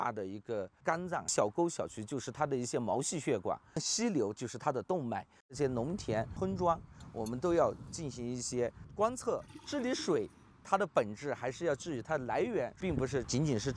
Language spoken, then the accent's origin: Chinese; Lincang, Yunnan, China; now in Dali, China; 我老家是我们云南省临沧市的